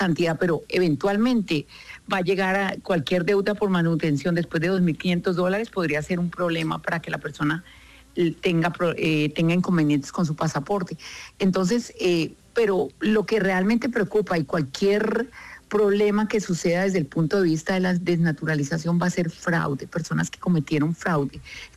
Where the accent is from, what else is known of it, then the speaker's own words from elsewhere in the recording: Colombia; porque ustedes saben que yo soy colombiana de raca, sí, mandraca, a mí todo tiene que ir en Colombia, con Colombia, para Colombia y por Colombia.